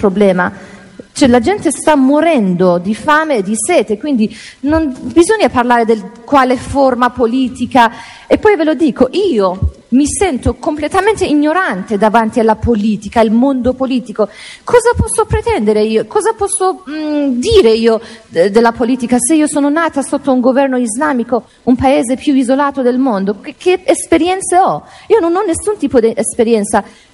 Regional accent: Kurdistan, Iran; Italian is a second language; moved away as an adult; now in Italy; io quando sono partita ho lasciato il mio paese, ho detto basta, io dopo 30 anni

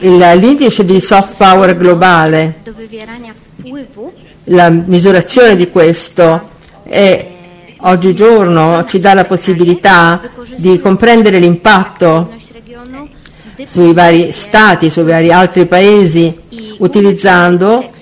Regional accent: Poland; io vengo dalla Polonia

